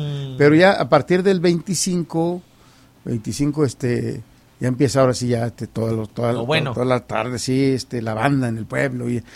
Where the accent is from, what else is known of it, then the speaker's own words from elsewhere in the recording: Ciudad Nezahualcóyotl, State of Mexico, Mexico; born there; also born or lived in Guanajuato; Yo no nací en San Miguel, en Mengora, Guanajuato. Yo nací en Ciudad Neza.